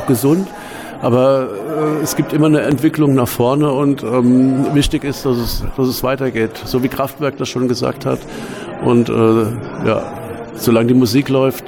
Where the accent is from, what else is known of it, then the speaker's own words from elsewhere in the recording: Frankfurt, Hesse, Germany; wir Frankfurter DJs